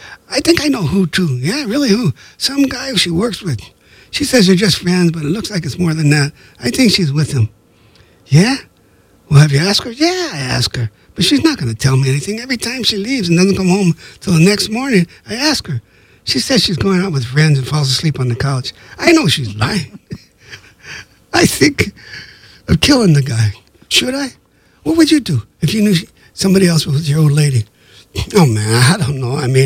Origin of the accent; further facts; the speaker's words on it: Los Angeles, California, United States; The best friend I ever had, Alex, who I grew up with in East LA, called me up occasionally at 1, 2, 3 in the morning after partying.